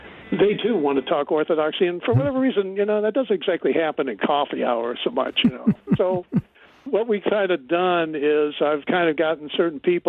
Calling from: Ohio, United States; Oh, I'm in Northern Ohio.

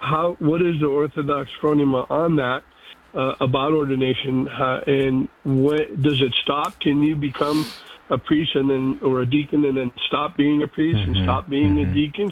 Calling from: California, United States

